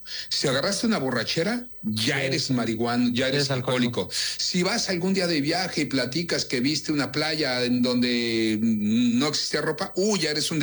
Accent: Mexico

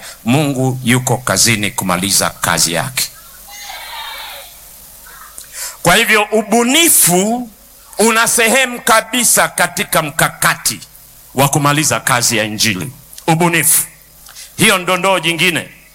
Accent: Kilimanjaro, Tanzania; Nakumbuka kule kwetu Pareni zilipokuja magitaa

